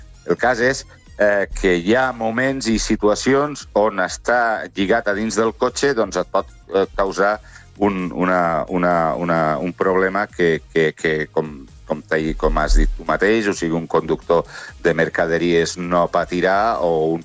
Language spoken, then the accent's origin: Catalan; Terrassa, Catalonia, Spain